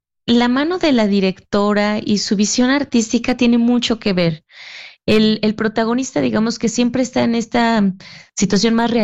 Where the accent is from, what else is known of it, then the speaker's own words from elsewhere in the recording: Mexico; Aquí en México, pues tuvimos esta respuesta y sentíamos esta afinidad, somos mexicanos, vivimos las mismas realidades.